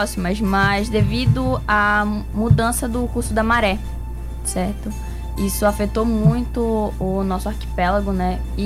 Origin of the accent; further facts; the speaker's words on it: Amapá, Brazil; somos um distrito, né, do Amapá